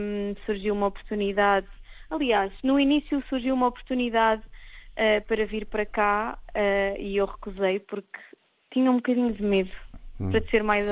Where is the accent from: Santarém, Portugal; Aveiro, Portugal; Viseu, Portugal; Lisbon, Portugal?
Aveiro, Portugal; born there; also born or lived in Porto; Portugal. Eu nasci em Aveiro